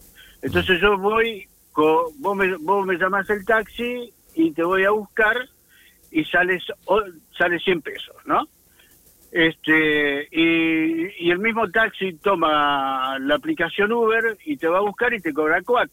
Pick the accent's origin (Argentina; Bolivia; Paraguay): Argentina; Buenos Aires; moved away; yo soy de Buenos Aires también.